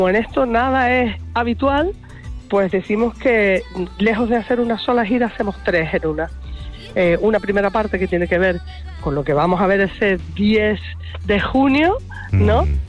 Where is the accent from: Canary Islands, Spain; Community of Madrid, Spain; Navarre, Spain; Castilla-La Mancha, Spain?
Canary Islands, Spain; Arrecife; born there; en Arrecife, porque es el sitio donde yo nací